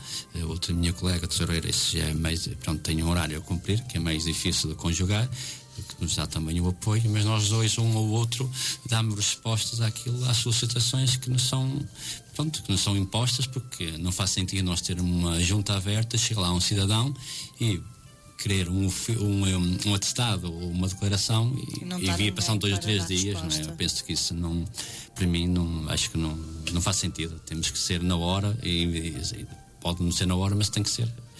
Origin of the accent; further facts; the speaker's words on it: Constance, Porto, Portugal; Eu gosto muito da minha terra, nasci e cresci.